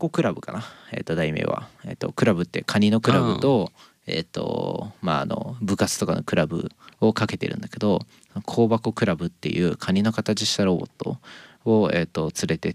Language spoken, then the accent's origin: Japanese; Nagano, Japan; まあ石川もね僕の地元僕長野なんですけど、金沢はすごい人多いなっていう感覚なんだけど